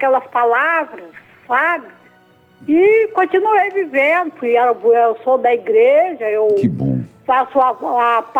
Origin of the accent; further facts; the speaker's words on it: Espírito Santo, Brazil; now in Campos dos Goytacazes, Brazil; É, estado do Rio de Janeiro, mas eu sou natural do Espírito Santo.